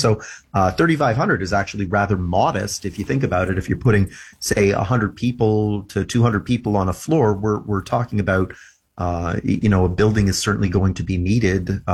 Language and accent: English; London, Ontario, Canada; growing up in London, Ontario, I was a season ticket holder from 86 to 96 in Buffalo.